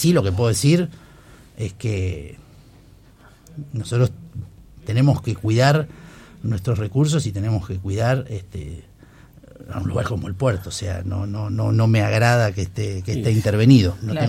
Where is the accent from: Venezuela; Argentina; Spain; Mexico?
Argentina; Tierra del Fuego; cómo somos como fueguinos.